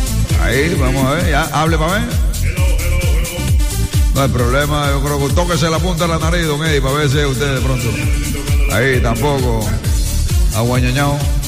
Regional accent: Cartagena, Bolívar, Colombia

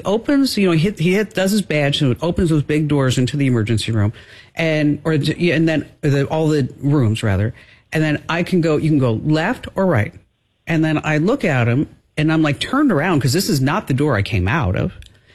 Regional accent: New Jersey, United States

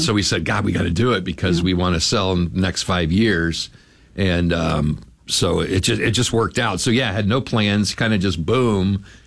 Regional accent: Springfield, Ohio, United States; moved away as an adult; now in Michigan, United States

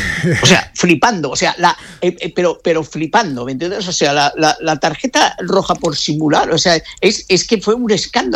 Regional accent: Spain; pero yo soy muy español y por tanto yo en el igualado pueden ganar los dos, me pongo a favor de España.

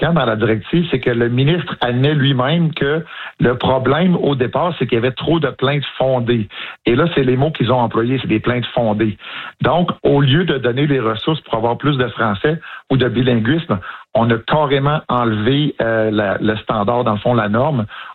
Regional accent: Quebec, Canada; moved away as an adult; also born or lived in Gatineau; Moi, je vous disais que j'étais originaire de Gatineau, mais je viens de la Côte-Nord, où la majorité des gens à l'époque, ils disaient « yes, no, toaster » en anglais. Fait que quand je suis rentré dans les forces, j'étais pas bilingue, je suis devenu bilingue

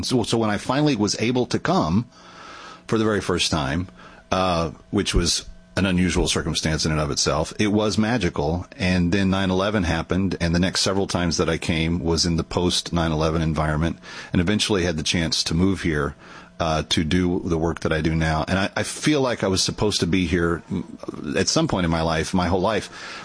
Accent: Dallas-Fort Worth, Texas, United States; I grew up in the Dallas-Fort Worth area, hardcore Cowboys fan.

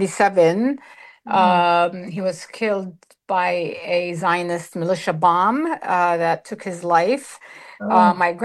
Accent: Ramallah, West Bank, Palestine; moved away; also born or lived in Jerusalem; And my father's family are from Ramallah. And I was born and raised in Jerusalem and raised in Ramallah for most of my life.

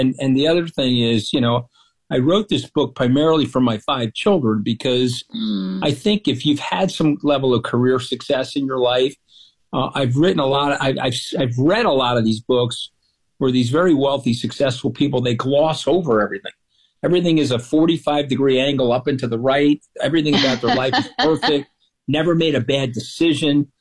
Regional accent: Long Island, New York, United States; I grew up on Long Island. I think I've been to Washington one time on a school field trip.

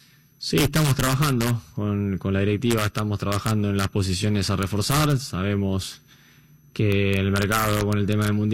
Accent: Argentina; como argentino es emocionante

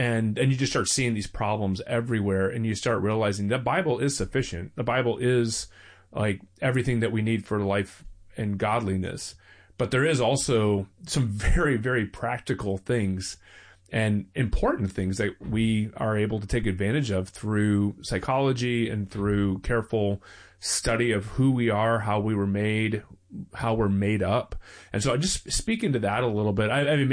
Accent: the South, United States; born or raised there

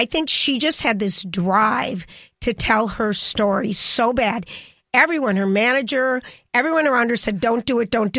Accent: Boston, Massachusetts, United States; I'm a guy from Boston.

